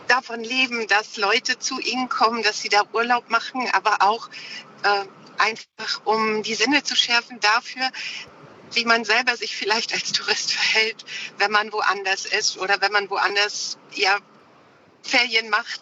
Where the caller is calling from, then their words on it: Schwerin, Mecklenburg-Vorpommern, Germany; Ich rufe aus Schwerin an. Ich bin aber gerade unterwegs im Auto.